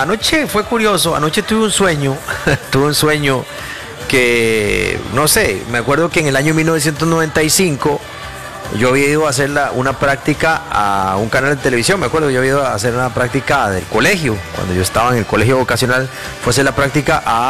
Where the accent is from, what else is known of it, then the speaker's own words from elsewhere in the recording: San José de la Montaña, Heredia, Costa Rica; seguía para mi pueblo, allá San José de la Montaña